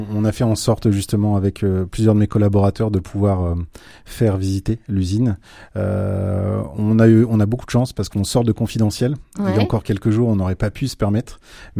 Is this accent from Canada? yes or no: no; Hauts-de-France, France; Je pense que je viens de l'Oise. Hein, le week-end, ma maison est sur Amiens, mais je découvre l'Orne semaine après semaine depuis 7 mois.